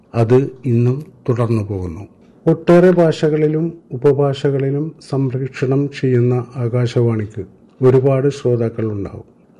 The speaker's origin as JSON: {"language": "Malayalam", "town": "Kalpeni", "region": "Lakshadweep", "country": "India", "tie": "born or raised there", "said": "ഞാൻ കൽപ്പിനി സ്വദേശി"}